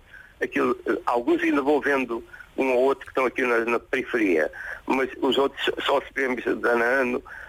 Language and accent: Portuguese; Vila Nova de Milfontes, Alentejo, Portugal; moved away; Eu nasci em Vila Nova de Mil Fontes.